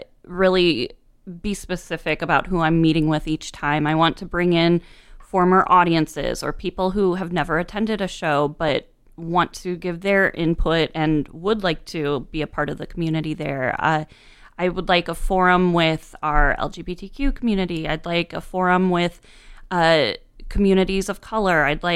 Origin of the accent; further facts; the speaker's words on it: Sterling, Illinois, United States; also born or lived in Peoria; I grew up in Sterling, Illinois. I was born in Peoria, but that was it. Then I went back to Sterling.